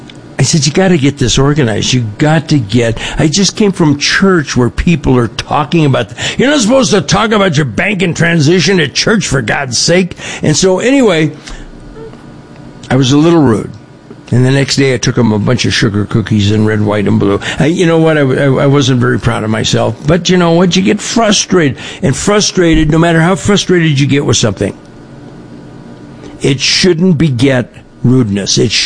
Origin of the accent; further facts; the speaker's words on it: California, United States; I was raised in Southern California.